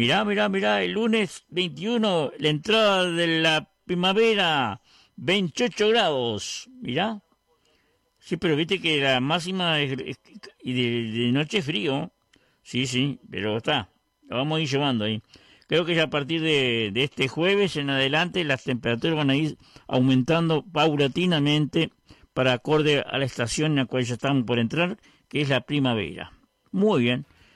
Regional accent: Vergara, Treinta y Tres, Uruguay; Gracias gente de mi pueblo, gente de Vergara, la región

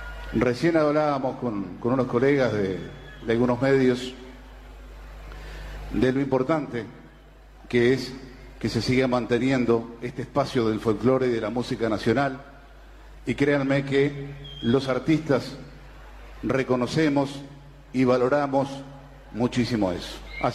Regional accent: Treinta y Tres, Uruguay; con la gente de mi pueblo, con la gente del Olimar

